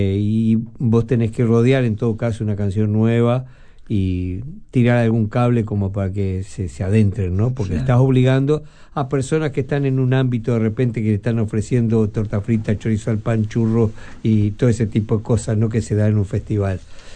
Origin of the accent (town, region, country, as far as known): Uruguay